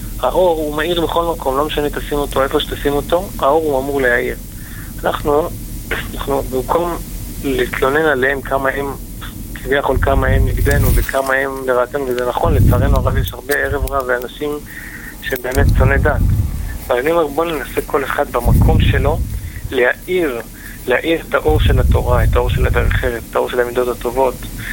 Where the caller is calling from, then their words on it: Northern Israel, Israel; מאזור הצפון.